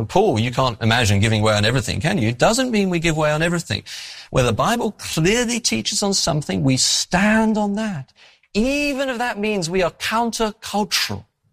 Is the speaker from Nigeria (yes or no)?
no; England, United Kingdom; No, I'm English. I can get away with these things, right?